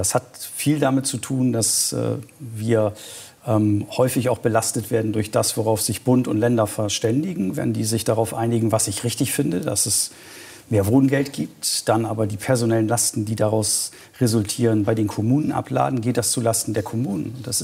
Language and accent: German; Bremerhaven, Bremen, Germany; Ja, erstmal ist es natürlich toll, als Oberbürgermeister in meiner Heimatstadt wirken zu können. Für Bremerhaven die Chancen, die die Stadt hier hat